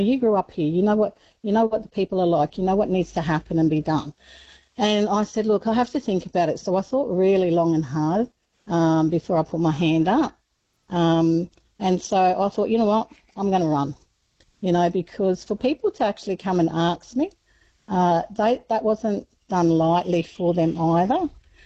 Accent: Darwin, Northern Territory, Australia; the reason why I decided to run was because I grew up in Rabbit Creek, Jingley.

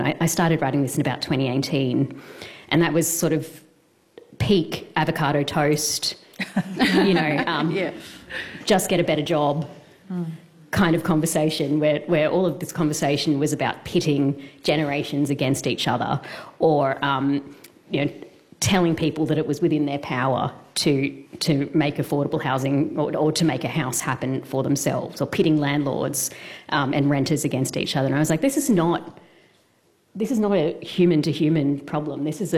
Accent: Sydney, New South Wales, Australia; I've been a long-term renter for a very long time, and I am from Sydney, which is sort of the epicenter of the housing crisis, if you like.

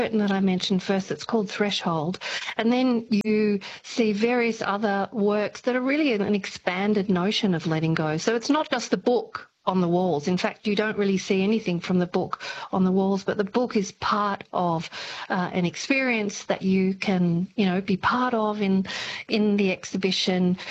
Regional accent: Australia; now in Germany; And in fact, I'm an Aussie. I'm not a German Australian, but, you know, that's okay.

